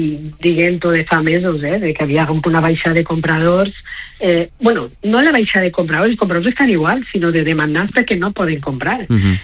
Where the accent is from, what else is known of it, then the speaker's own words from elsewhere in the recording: Valencian Community, Spain; Jo soc de la Ribera